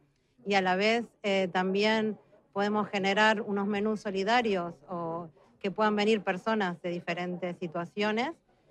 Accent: Argentina; now in Bilbao, Spain; Mi apellido es italiano porque mis abuelos eran italianos, pero yo soy argentina, nací en Argentina. Y hace 26 años que vivo en Bilbao.

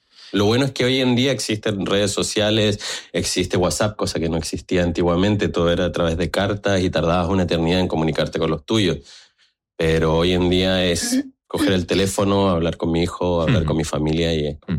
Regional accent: northern Chile, Chile; moved away as an adult; also born or lived in Santiago, Chile; now in Pamplona, Spain; si bien yo los últimos 18 años viví en la capital, yo soy del norte de Chile, a 9 horas de la capital. Ahí vive mi familia.

